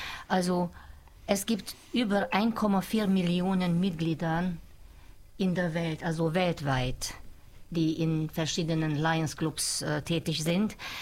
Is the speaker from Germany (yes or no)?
no; Mezőtúr, Jász-Nagykun-Szolnok, Hungary; born there; German is a second language; es wäre so schön, diesen Projekt auch auf meine Geburtsstadt Mesotur auszubreiten.